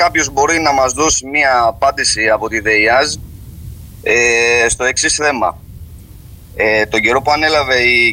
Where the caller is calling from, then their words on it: Kypseli, Ionian Islands, Greece; στο χωριό μου, στην Κυψέλη και στο Τραγάκι